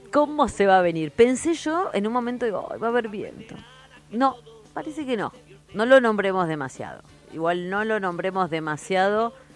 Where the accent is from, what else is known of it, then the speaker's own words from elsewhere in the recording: JJ Gómez, Río Negro, Argentina; cuando vos decís soy de Roca, no, en realidad soy de JJ Gómez.